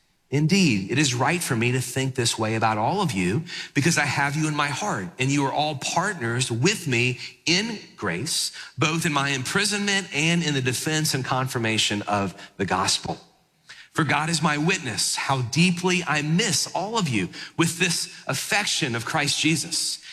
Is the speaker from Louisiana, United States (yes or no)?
yes; New Orleans, Louisiana, United States; people would go to football games when I was growing up in New Orleans with bags over their heads and the eyes cut out.